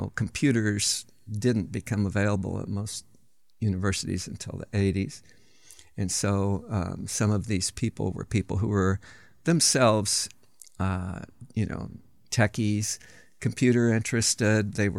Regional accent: Illinois, United States; I grew up in East Central Illinois, other side of the state, roughly in the Champaign area

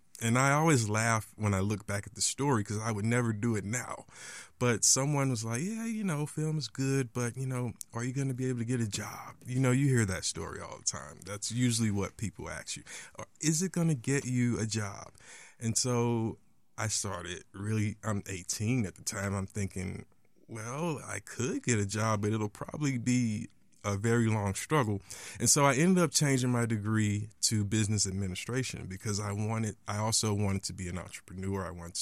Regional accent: East St. Louis, Illinois, United States; I am a local guy. I grew up in East St. Louis, which is nearby Edwardsville.

